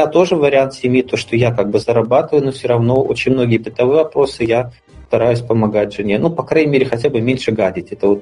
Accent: Belarus; Я из Беларуси, Александр Григорьевич Лукашенко, тоже видно, что бегает, аки конь пашет.

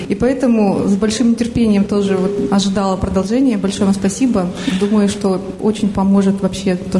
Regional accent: Almaty, Kazakhstan; я из Алматы.

